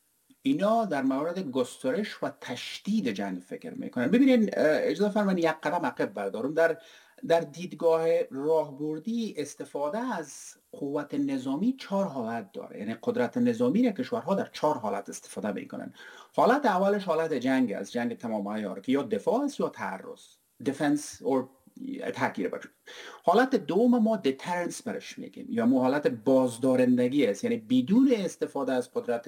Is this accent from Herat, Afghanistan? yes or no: yes; Herat, Afghanistan; moved away; ما اصالتا از هرات هستیم،